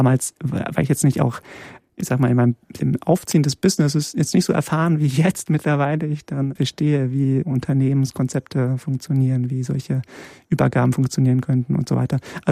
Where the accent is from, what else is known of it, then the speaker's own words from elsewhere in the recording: Lünen, North Rhine-Westphalia, Germany; first language Polish; also born or lived in Poland / Münster; now in Bremen, Germany; im Ruhrgebiet aufgewachsen, okay. Also näher Dortmund, Lünen, Kleinstadt.